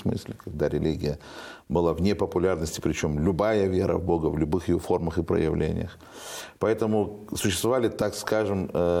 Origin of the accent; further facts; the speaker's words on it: Russia; also born or lived in Odesa Oblast, Ukraine / southern Moldova; меня в Россию перевезли, мне еще годика не было. И поэтому всю свою, как я люблю говорить, сознательную, бессознательную жизнь я прожил в России.